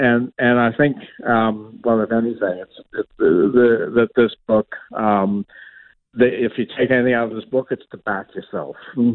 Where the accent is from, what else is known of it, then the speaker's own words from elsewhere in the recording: Toronto, Ontario, Canada; Anne Carson, she's from my hometown of Toronto.